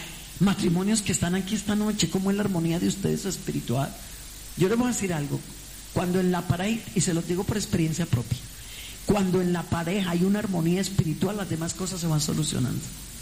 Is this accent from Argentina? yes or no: no; Colombia; como decimos en Colombia, yo tengo, pues claro, soy colombiana, algunos dichos.